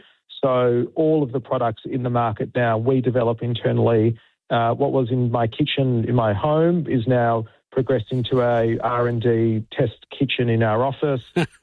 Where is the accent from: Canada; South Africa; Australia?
Australia; Perth, Western Australia; I'm from Perth and grew up quite overweight